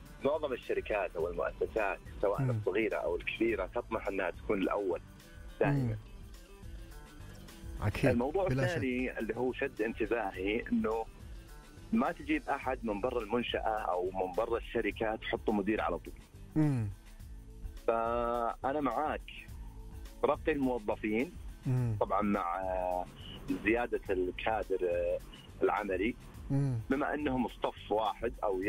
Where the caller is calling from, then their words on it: Riyadh, Riyadh Province, Saudi Arabia; من الرياض.